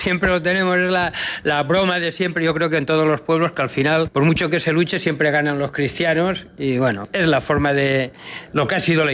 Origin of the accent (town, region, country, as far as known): Campo de Mirra, Valencian Community, Spain